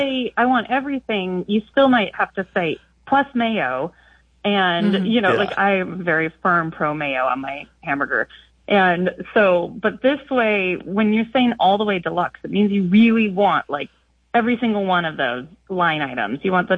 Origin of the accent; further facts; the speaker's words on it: Pacific Northwest, United States; now in Norfolk, United States; So I'm from the Pacific Northwest, and I've lived in several parts of the United States. And moved to Norfolk, which is in the mid-Atlantic, a few years ago.